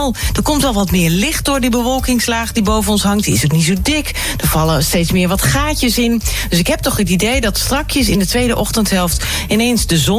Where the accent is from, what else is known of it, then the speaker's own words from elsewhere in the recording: Eindhoven, North Brabant, Netherlands; born there; Eindhoven